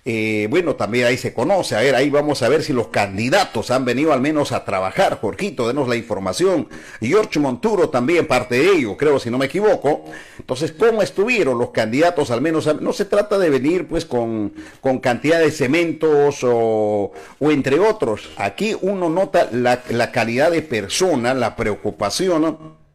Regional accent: Puno, Peru; somos parte de Choquechaca

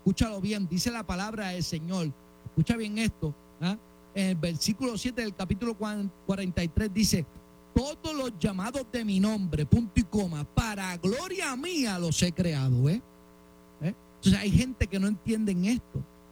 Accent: Puerto Rico; Mire que a los puertorriqueños les gusta hablar. Muchos de nosotros hablamos más que un loro.

